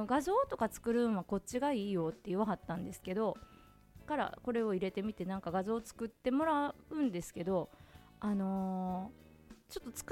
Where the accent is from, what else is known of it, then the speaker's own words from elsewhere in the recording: Kansai, Japan; accent: Kansai dialect; 私が関西弁で聞く